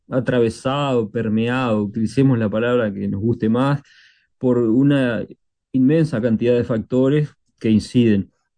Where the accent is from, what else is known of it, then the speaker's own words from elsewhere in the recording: Uruguay; uno va a Buenos Aires y no es distinguido como uruguayo